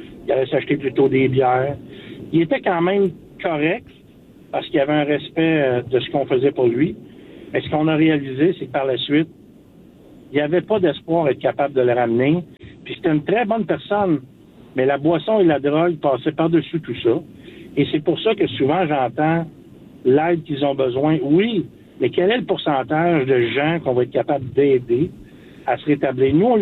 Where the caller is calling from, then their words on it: Quebec, Canada; il y avait un programme à l'hôpital à Longueuil, je viens d'arriver sud de Montréal.